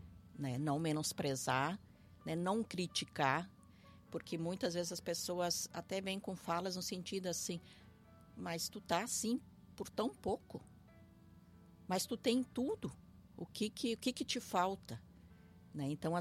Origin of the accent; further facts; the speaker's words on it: Rio Grande do Sul, Brazil; Nós que somos aqui do Rio Grande do Sul, a gente tem muito uma cultura um pouco mais machista